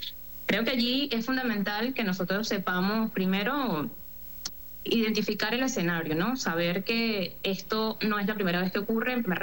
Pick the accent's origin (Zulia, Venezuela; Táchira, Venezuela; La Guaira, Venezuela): La Guaira, Venezuela; pero yo soy de La Guaira y bueno, he venido allí también sintiendo bastante lo que ha ocurrido.